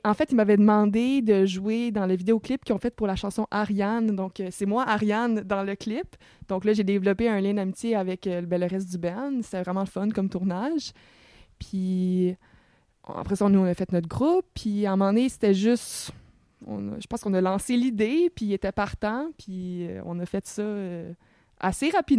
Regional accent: Quebec, Canada; Félix et moi, on vient tous deux de la Rive-Nord, donc de la banlieue, puis on allait à la même école secondaire

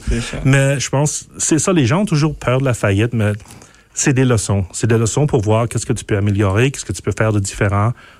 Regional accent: Manitoba, Canada; je viens de deux cultures, je viens des Grecs, qui sont des gens qui ont des opinions, puis sont forts, puis les franco-manitobains

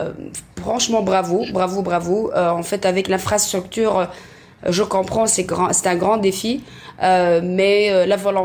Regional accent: Tunisia; Moi, je connais, par exemple, je suis tunisienne, je connais que Fezzeni, un peu de l'oriental, c'est ce qu'on connaît en général.

